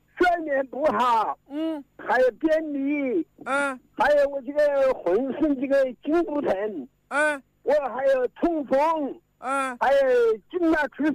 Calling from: Hanchuan, Hubei, China; 我是汉川麻河。

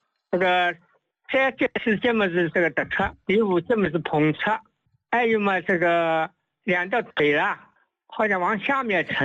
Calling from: Jiaxing, Zhejiang, China; 嘉兴人。

